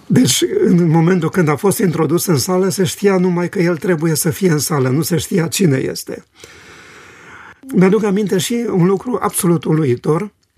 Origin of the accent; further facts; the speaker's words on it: Romania; dar îmi permit să spun eu, ca român, respectul și admirația pentru munca de o viață